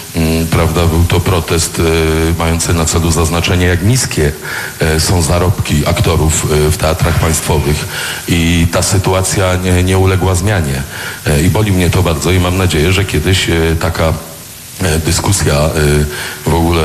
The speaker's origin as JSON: {"language": "Polish", "region": "Silesian Voivodeship", "country": "Poland", "said": "jako Ślązacy"}